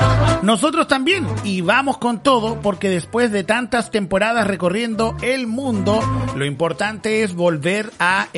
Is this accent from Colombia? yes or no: no; Chile